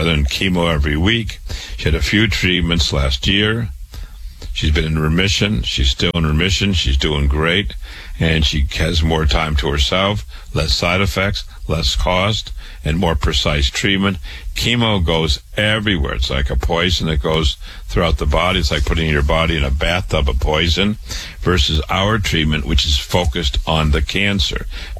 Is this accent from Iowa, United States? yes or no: yes; Waterloo, Iowa, United States; I was born and raised in Waterloo, Iowa.